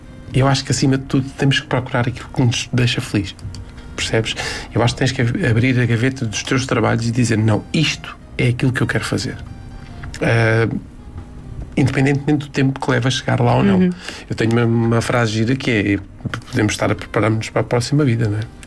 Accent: Pinhal Novo, Setúbal, Portugal; Pinhal Novo.

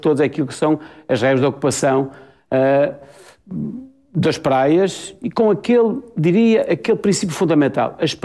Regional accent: Northern Portugal, Portugal; eu sou do Norte

